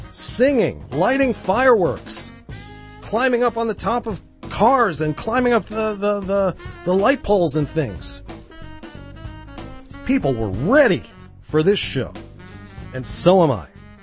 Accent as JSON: {"language": "English", "town": "New York City", "region": "New York", "country": "United States", "tie": "born or raised there", "said": "The colors of my favorite sports teams and my hometown, New York City."}